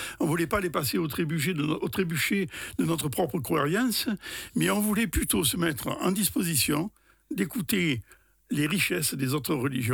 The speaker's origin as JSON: {"language": "French", "town": "Le Vigan", "region": "Occitanie", "country": "France", "tie": "born or raised there", "said": "je suis Cévenol. Parce que ça, c'est quelque chose à quoi je tiens beaucoup. Donc, je suis originaire de la région du Vigan. Là est ma famille, tant paternelle que maternelle. Et je suis, alors, j'ai un bon Cévenol, je suis un peu mélangé, c'est-à-dire je suis catholique"}